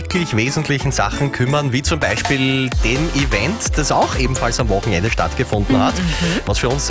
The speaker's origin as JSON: {"language": "German", "region": "Styria", "country": "Austria", "said": "wir Steirer"}